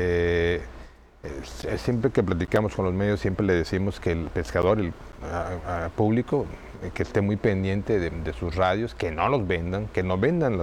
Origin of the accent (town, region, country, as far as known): Mexico